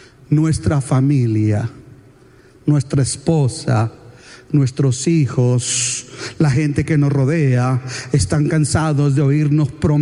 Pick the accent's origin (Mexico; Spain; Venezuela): Mexico; hablamos nosotros slang mexicano, ¿verdad? Caló.